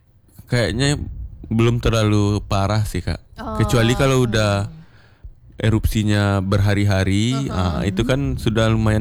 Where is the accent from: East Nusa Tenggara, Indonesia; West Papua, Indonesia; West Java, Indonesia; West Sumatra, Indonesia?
West Sumatra, Indonesia; Padang Panjang; born or raised there; moved away